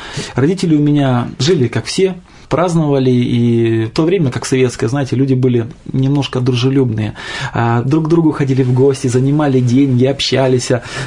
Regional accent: Petropavlovsk-Kamchatsky, Kamchatka Krai, Russia; born or raised there; moved away as an adult; also born or lived in Khabarovsk

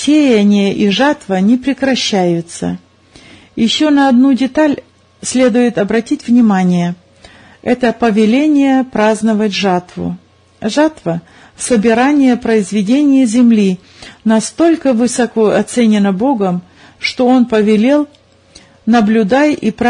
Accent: Russia; born there; Родился я в России.

